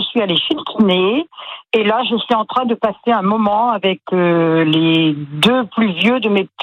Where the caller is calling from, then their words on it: Landes, Nouvelle-Aquitaine, France; De Vénès-Marème.